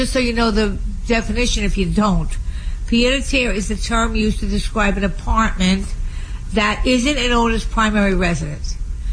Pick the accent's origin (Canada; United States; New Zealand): United States; Long Island, New York; I lived on Long Island. I grew up on Long Island.